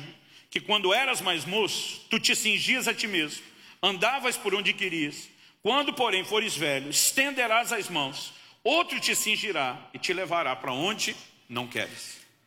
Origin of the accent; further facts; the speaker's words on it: Campinas, São Paulo, Brazil; moved away as an adult; also born or lived in Santo André / São Bernardo do Campo / Paraná; completei 20 anos de idade, eu me mudei do estado de São Paulo, né, onde eu cresci, nasci na cidade de Santo André, morei em São Bernardo, ali no grande ABC, mas me criei em Campinas, já um pouco para o interior, mas é a segunda cidade do estado. E eu saí da selva de pedra onde me criei, para ir para o interior do Paraná.